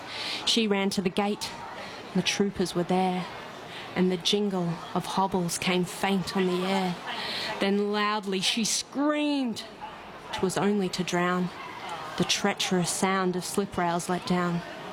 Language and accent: English; Australia; talking about the heartache of living on the land, but of course bush poetry and just being Australian, the larrikinism.